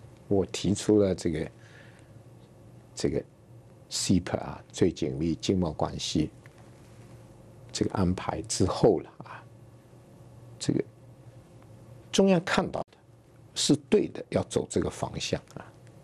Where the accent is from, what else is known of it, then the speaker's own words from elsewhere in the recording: Hong Kong; 我们香港的